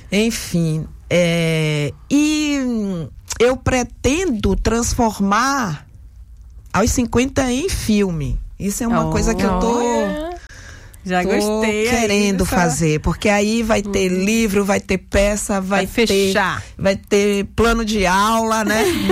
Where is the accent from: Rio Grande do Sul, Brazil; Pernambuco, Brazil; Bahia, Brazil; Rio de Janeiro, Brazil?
Bahia, Brazil; Salvador; na Liberdade, onde eu nasci e cresci boa parte de minha vida, no Pelourinho, que foi onde eu me formei artista.